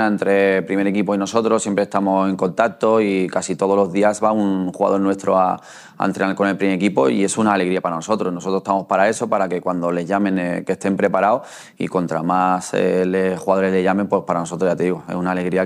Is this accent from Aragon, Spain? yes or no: no; Barcelona, Catalonia, Spain; now in Seville, Spain; No soy de aquí, soy de Barcelona, pero como llevo mucho tiempo aquí es como si lo fuera.